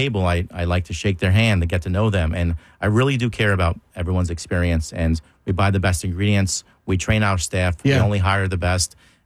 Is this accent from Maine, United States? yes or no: no; New York City, New York, United States; I grew up, there was five of us in a one-bedroom apartment in Brooklyn.